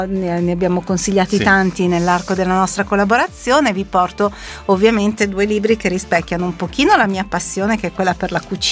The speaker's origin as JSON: {"language": "Italian", "town": "Milan", "region": "Lombardy", "country": "Italy", "said": "noi che siamo di Milano"}